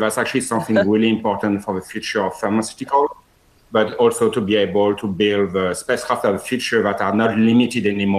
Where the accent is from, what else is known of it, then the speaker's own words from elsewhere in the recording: Scotland, United Kingdom; You know, I'm from Scotland, and here we have centuries of experience doing the best alcohol in the world.